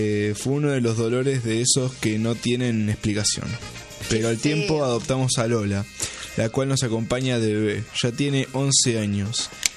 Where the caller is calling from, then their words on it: Ushuaia, Tierra del Fuego, Argentina; Hola, Lolo, Jime y a todos … de Ushuaia.